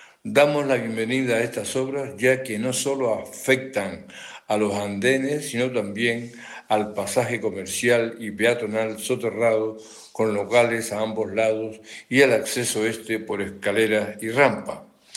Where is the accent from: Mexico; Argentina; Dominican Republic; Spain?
Spain; Las Palmas de Gran Canaria, Canary Islands